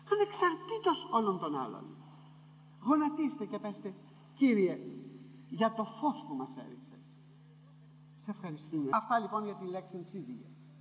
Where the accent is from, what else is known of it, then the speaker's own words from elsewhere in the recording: Greece; Εμείς είμαστε Έλληνες και είμαστε ένα κομμάτι της ρίζας αυτών των χωμάτων